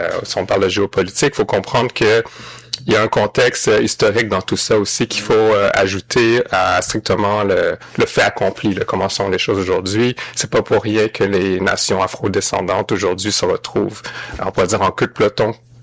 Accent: Quebec, Canada; also born or lived in Haiti; je suis d'origine haïtienne, je suis né en Haïti, mais je me suis retrouvé très tôt en orphelinat dans ma petite enfance, qui m'a amené à être parrainé puis finalement adopté par un couple de Québécois francophones

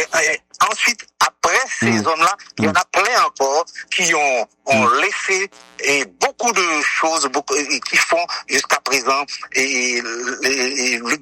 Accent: Dondon, Nord, Haiti; à Dondon, il y a une inspiration qui est réellement grande et c'est un pays fertile là où j'ai grandi, là où j'ai appris à aimer, à apprécier et à respecter.

